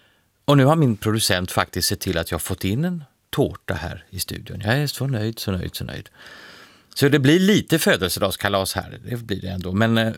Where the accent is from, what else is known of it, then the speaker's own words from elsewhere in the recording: Uddevalla, Västra Götaland County, Sweden; Jag är född och uppvuxen i Uddevalla